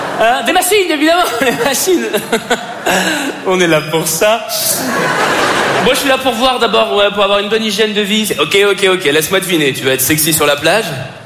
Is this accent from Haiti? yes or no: no; Paris, Île-de-France, France; Parce que je suis parisien et superficiel.